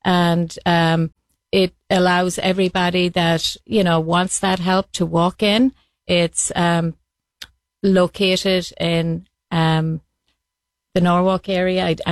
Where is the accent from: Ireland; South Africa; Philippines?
Ireland; now in United States; Well, I kind of, from the time that I came from Ireland, I've been involved with supporting, helping the homeless.